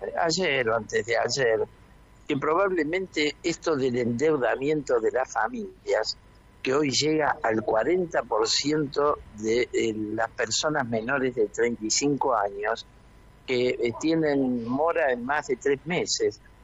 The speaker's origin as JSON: {"language": "Spanish", "country": "Argentina"}